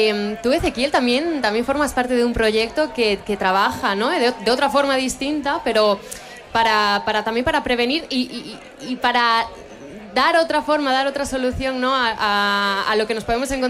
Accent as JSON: {"language": "Spanish", "region": "Galicia", "country": "Spain", "said": "me toca de cerca como gallega"}